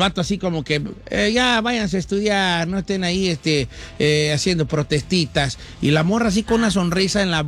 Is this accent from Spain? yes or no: no; Mexico; Pero somos mexicanos, nosotros, vale.